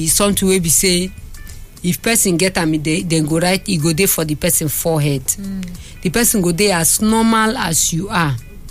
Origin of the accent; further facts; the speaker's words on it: Nigeria; our Nigerian government